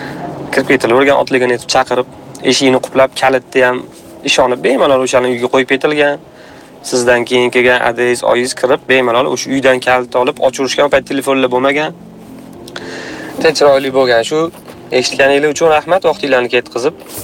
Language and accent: Uzbek; Tashkent, Uzbekistan; Bizani mahalla xastimomda. Astonda katta bo'lganmiz. Hozir endi inshootlar qurilgani sabab ko'chib ketganmiz. Domga chiqib ketilgan.